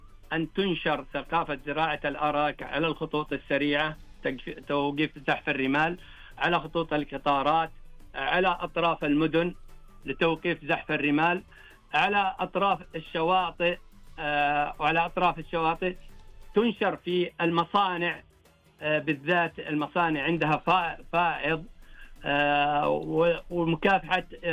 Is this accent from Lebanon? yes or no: no; Saudi Arabia; عندنا في المملكة العربية السعودية